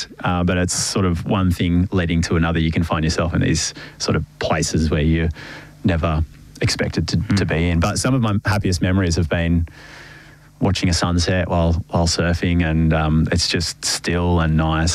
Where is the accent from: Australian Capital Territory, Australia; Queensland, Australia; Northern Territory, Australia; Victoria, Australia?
Victoria, Australia; Ocean Grove; born there; also born or lived in South Australia; Yeah, so I moved to Ocean Grove and the Bellarine when I was about 10, I think, from South Australia. That was the first time I'd lived in a coastal town